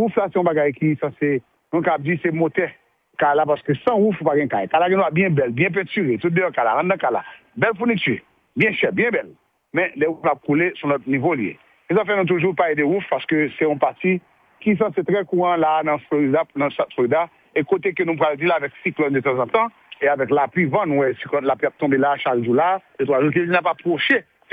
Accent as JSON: {"language": "French", "country": "Haiti", "moved": "yes", "said": "on est haïtien"}